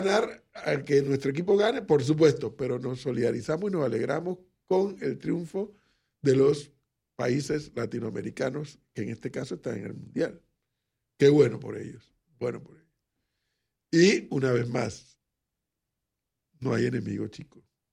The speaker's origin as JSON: {"language": "Spanish", "country": "Panama", "said": "los panameños no somos así."}